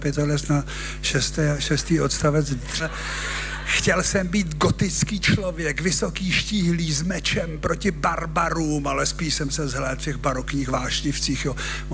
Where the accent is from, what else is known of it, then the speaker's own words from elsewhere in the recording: Prague, Czechia; A my jsme vyrůstali na Malý Straně